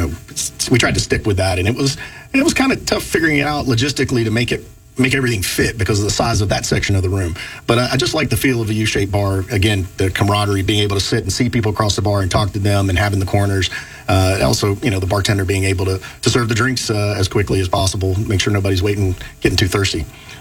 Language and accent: English; Georgia, United States; also born or lived in Bethel Park, Pennsylvania; I was born in Pittsburgh area, Bethel Park. My mom was from Peters, but my dad was in the military. And so grew up very young, military base, and he was actually from South Georgia, and we settled down there.